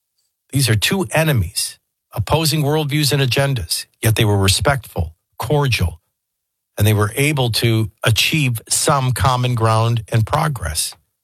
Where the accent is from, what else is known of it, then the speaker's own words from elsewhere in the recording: Chicago, Illinois, United States; I mean, I grew up in Chicago. I mean, we had some great teams, but I remember loving the Bruins as a kid, Bobby Orr and Tony Esposito.